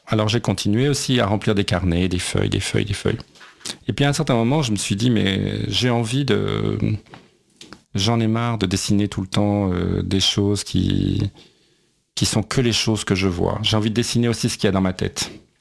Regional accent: Algeria; born there; also born or lived in Chicago, United States; En réalité, je suis né en Algérie, et quand j'étais gamin, en fait, même avant de savoir qu'est-ce que c'était que d'être chez soi

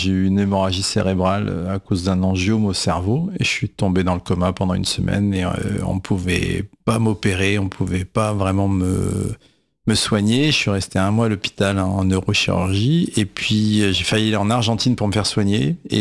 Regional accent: Paris, Île-de-France, France; Je suis né à Paris, j'ai grandi dans le 15e.

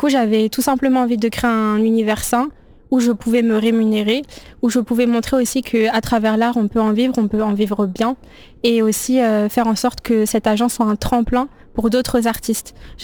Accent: Senegal; also born or lived in Romania; now in Paris, France; il faut savoir que j'ai grandi à l'étranger, j'ai grandi 3 ans en Roumanie, 3 ans et demi en Roumanie, j'ai grandi au Sénégal

